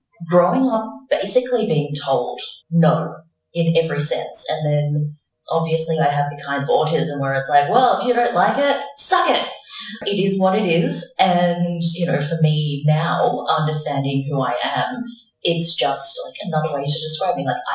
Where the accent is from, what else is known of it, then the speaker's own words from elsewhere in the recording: Australia; also born or lived in Hong Kong; growing up as, you know, a child of immigrants in Australia, in the far suburban town of nowhere